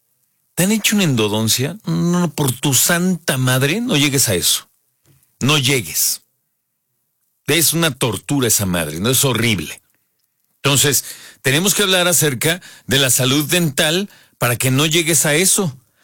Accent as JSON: {"language": "Spanish", "country": "Mexico", "said": "porque somos mexicanos"}